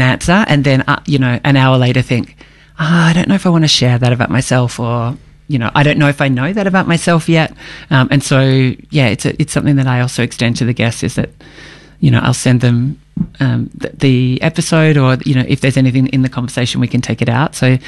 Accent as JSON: {"language": "English", "town": "Melbourne", "region": "Victoria", "country": "Australia", "tie": "born or raised there", "said": "I grew up in Melbourne, yeah, and I am 48. So I have had quite some time finding my way to who I am. But yeah, yeah, always been in Melbourne."}